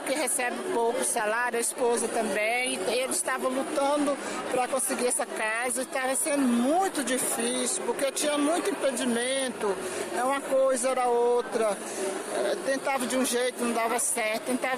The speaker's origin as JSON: {"language": "Portuguese", "town": "Bocaiúva", "region": "Minas Gerais", "country": "Brazil", "said": "De Bocaiúva, Minas Gerais."}